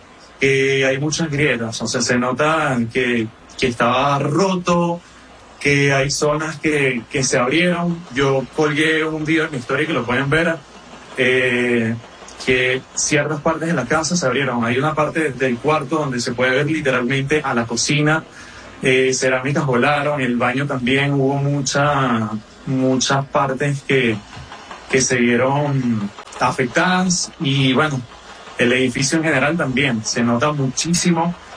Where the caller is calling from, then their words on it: Chacao, Miranda, Venezuela; Yo vivo en Chacao